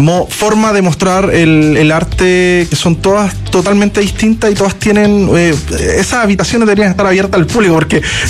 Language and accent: Spanish; Chile; sino que también nosotros como chilenos tenemos que ser y sentirnos parte también de esta industria.